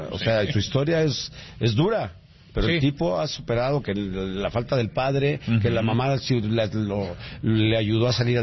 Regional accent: Mexico; Álvaro Fidalgo, desafortunadamente para nosotros como mexicanos, no respondió a la expectativa.

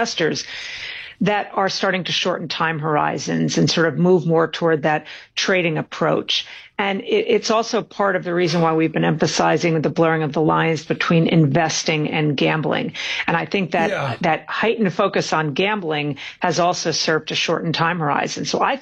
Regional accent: Norway; I went to my home country, Tom. I went to Norway.

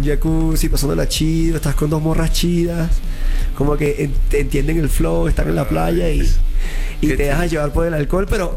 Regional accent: Venezuela; also born or lived in Colombia; justo estuve como 7 años en Colombia. Soy venezolano, un placer.

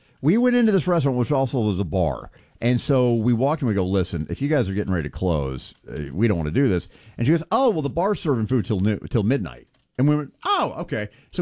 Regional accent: Colorado, United States; also born or lived in Longmont; now in Northwest Arkansas, United States; I was from Colorado.

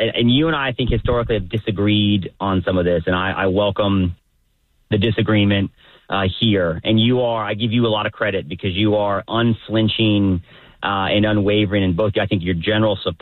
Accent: Florida, United States; that Angie Nixon, that crazy DSA candidate from my home state of Florida

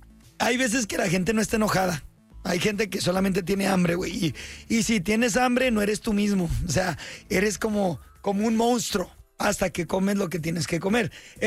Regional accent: Tijuana, Baja California, Mexico; para los que somos de Tijuana

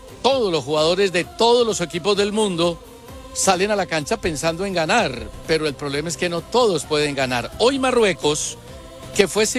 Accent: Colombia; Yo la verdad es que no entiendo a mi pueblo, no entiendo a mi Colombia querida

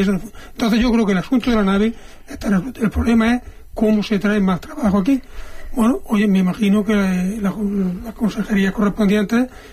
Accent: Linares, Andalusia, Spain; also born or lived in Mengíbar; yo que soy un cateto de Linares, aunque nací en Mengíbar

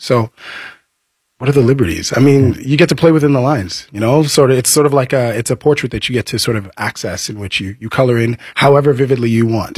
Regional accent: Toronto, Ontario, Canada; I am from Toronto, Ontario, Canada.

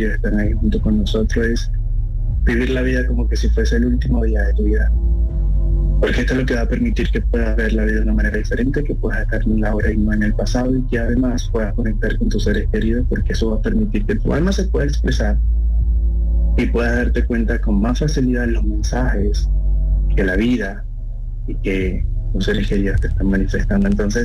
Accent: Venezuela; also born or lived in Argentina; now in Spain; soy venezolano, me fui a Argentina, estando en Argentina me fui a España, bien, junto con mi familia.

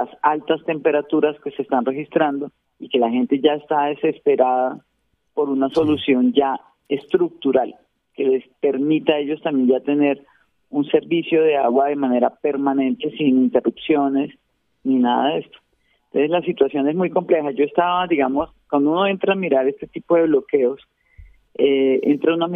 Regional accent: Barranquilla, Atlántico, Colombia; yo me crié en Barranquilla toda mi vida.

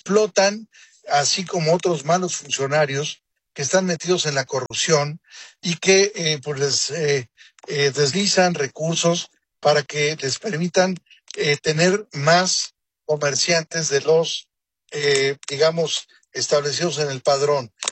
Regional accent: Mexico; somos muy mexicanos y muy patriotas.

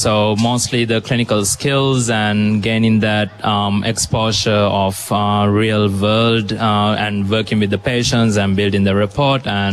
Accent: Sri Lanka; moved away; because I'm originally from Sri Lanka.

